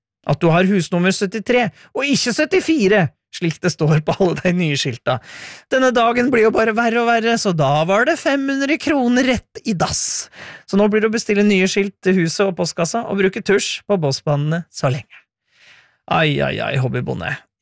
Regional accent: Innlandet, Norway; for jeg kommer fra Hedmarken, og det jo en veldig fin dialekt

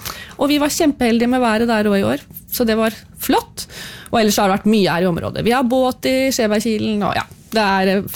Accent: Råde, Østfold, Norway; now in Fredrikstad, Norway; Hvis jeg skal tilbake til Råde, så er jeg jo, jeg vokste opp på Tom på jordbruksskolen

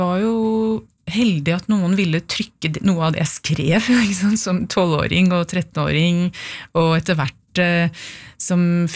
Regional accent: Oslo, Norway; første året på barneskolen, da jeg gikk på Ellingsråsen.

